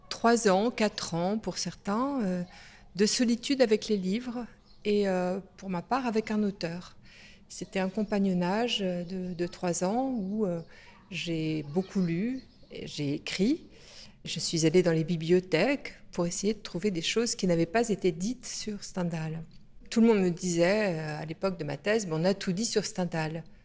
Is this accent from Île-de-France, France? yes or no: no; Brittany, France; moved away as an adult; now in Grenoble, France; Et ben moi, ça fait bientôt 36 ans que j'habite à Grenoble. Je viens d'un pays plutôt de la mer. Je viens de Bretagne, hein, mes racines sont bretonnes.